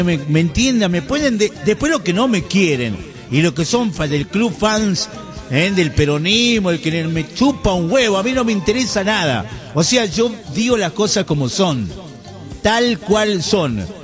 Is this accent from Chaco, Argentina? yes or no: no; El Quebrachal, Salta, Argentina; born there; yo nací en Quebrachal.